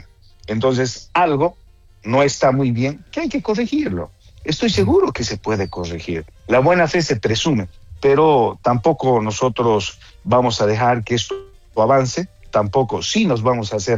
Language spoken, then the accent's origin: Spanish; Bolivia; A mí me llena de orgullo como boliviano y como presidente de un club profesional